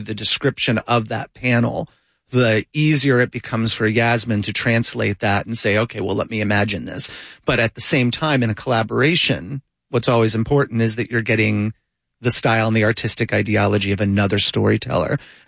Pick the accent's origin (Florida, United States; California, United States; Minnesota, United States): Florida, United States; Gainesville; out in Micanopy, close to where I grew up in Gainesville.